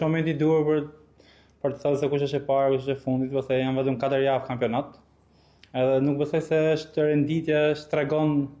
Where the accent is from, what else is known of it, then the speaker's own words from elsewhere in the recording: Elbasan, Elbasan County, Albania; unë jam nga Elbasani, jam lindur dhe rritur dhe kam dalë të Akademia Elbasanit.